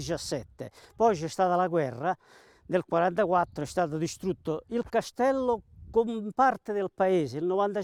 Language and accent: Italian; Terelle, Lazio, Italy; io sono nato a Terelle 76 anni fa e sono rimasto sempre a Terelle, forse morirò qua sopra.